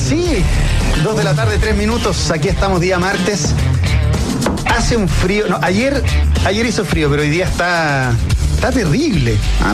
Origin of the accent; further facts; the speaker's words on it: Osorno, Los Lagos, Chile; moved away; Yo soy sureño. Yo soy de Osorno.